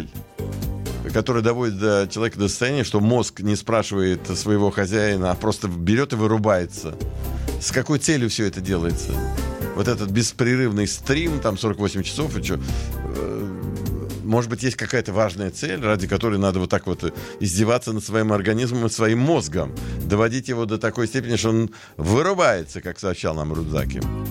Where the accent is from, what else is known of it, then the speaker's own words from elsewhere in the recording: Kerch, Crimea, Ukraine; now in Israel; Я израильтянин. Я не понимаю, почему вы их сюда посылаете, эти вопросы. Я израильтянин из Крыма, Керчи, там, где Багировский ров, где гитлеровцы уничтожили 7 тысяч евреев